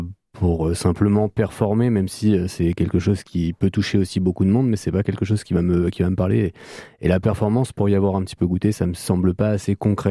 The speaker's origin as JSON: {"language": "French", "region": "Île-de-France", "country": "France", "said": "je viens du Val d'Oise"}